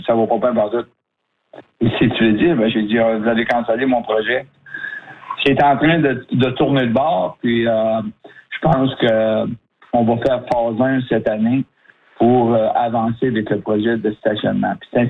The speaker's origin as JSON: {"language": "French", "town": "Hearst", "region": "Ontario", "country": "Canada", "said": "Bien, certainement, moi j'ai un projet chez nous à Hearst"}